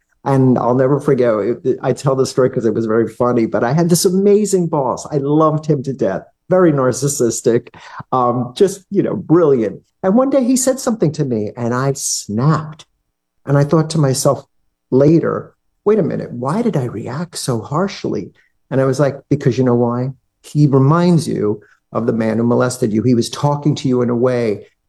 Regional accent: Staten Island, New York, United States; from Staten Island.

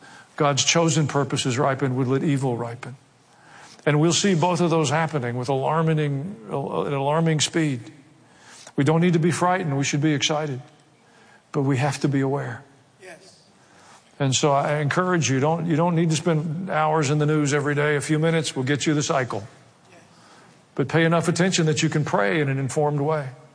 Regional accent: Southern United States, United States; accent: southern; in my southern accent in their language

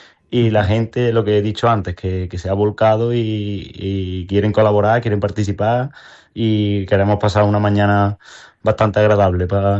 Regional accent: Moriles, Andalusia, Spain; born or raised there

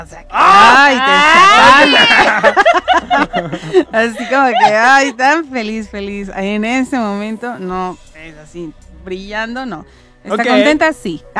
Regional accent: Puebla, Mexico; Sí, soy hija de San Manuel.

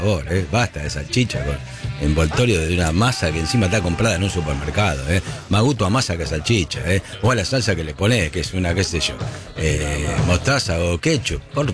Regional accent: Balcarce, Buenos Aires Province, Argentina; moved away; En Balcarce comíamos más tomate cherry que tomate natural, porque era como una fruta silvestre para nosotros

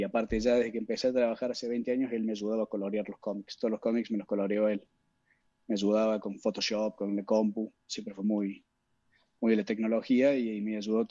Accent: Córdoba, Argentina; born there; yo dije, vivo en Córdoba, nací en Córdoba, hagamos que Superman venga en Córdoba

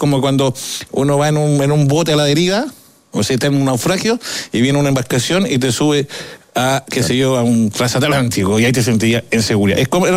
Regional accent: Lautaro, Araucanía, Chile; born there; Entonces, de pronto partía, no sé, en Temuco, porque yo nací en Lautaro. Y de Lautaro íbamos a Temuco

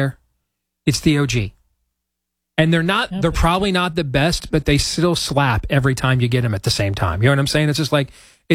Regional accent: California, United States; moved away; when I was a kid growing up in Cali.

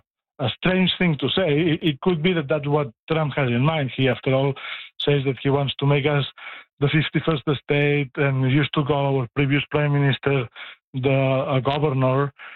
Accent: Canada; We are Canadian, we are not American

